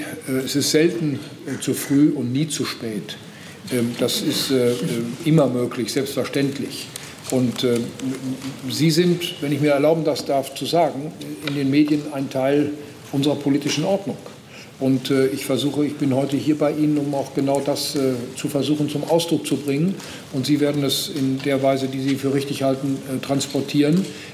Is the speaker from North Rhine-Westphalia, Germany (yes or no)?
yes; North Rhine-Westphalia, Germany; Ich komme aus dem Land Nordrhein-Westfalen.